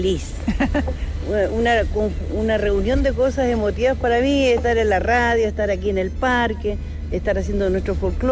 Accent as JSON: {"language": "Spanish", "town": "Sal Si Puedes", "region": "O'Higgins", "country": "Chile", "said": "Yo soy de Sal Si Puedes."}